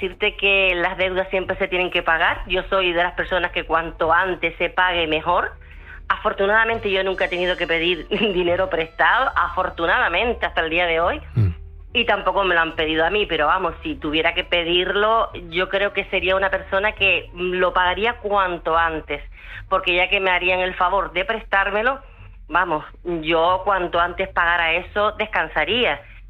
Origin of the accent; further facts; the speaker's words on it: Canary Islands, Spain; Exacto, Canarias, bueno, ¿qué te voy a decir yo que soy una canariona? Yo estoy enamorada de mi tierra porque soy una enamorada de mi tierra y de todas mis islas, ¿eh?